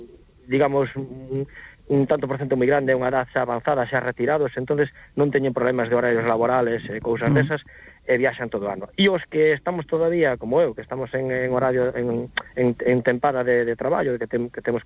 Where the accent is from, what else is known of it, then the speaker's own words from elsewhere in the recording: Redondela, Galicia, Spain; Eu son de Redondela, saímos hacia Mellora, hacia Porto Novo, Grove, saímos por zonas cercanas.